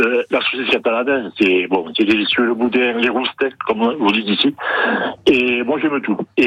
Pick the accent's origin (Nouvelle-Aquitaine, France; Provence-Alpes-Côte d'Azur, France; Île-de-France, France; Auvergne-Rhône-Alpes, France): Nouvelle-Aquitaine, France; Pau; moved away; also born or lived in Pyrénées-Orientales; je suis originaire de Pau, c'est le contraire. D'après moi, j'ai eu la chance d'habiter les deux plus beaux départements de France, les Pyrénées Atlantiques et les Pyrénées Orientales.